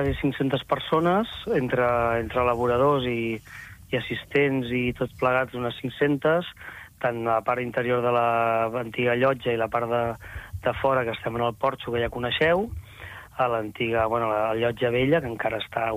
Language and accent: Catalan; Arenys de Mar, Catalonia, Spain; som d'Arenys de Mar, nosaltres volem posar en valor i doncs, també tot el territori